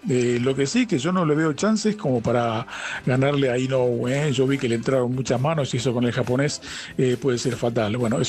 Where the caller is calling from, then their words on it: La Matanza, Buenos Aires Province, Argentina; Hola, Buenas noches, amigos de Puro Boxeo, ¿cómo les va? … de La Matanza.